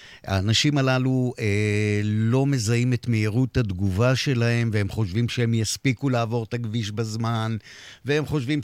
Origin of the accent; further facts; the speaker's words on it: Bat Yam, Tel Aviv District, Israel; אני מכיר את הרחוב הזה טוב מאוד, גדלתי שם כחלק מהחברים שלי שם.